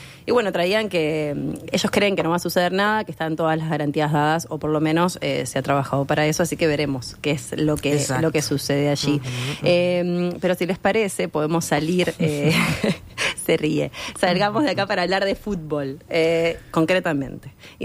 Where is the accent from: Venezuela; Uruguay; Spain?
Uruguay; nos pasaba a nosotros los uruguayos